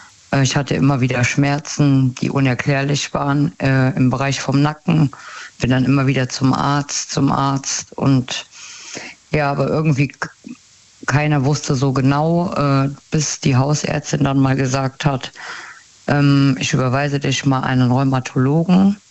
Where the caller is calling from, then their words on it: Rhineland-Palatinate, Germany; Aus dem Westerwald.